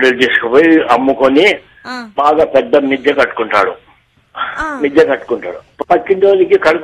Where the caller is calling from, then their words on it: Kadapa, Andhra Pradesh, India; నేను కడప నకాశ్రీ నుండి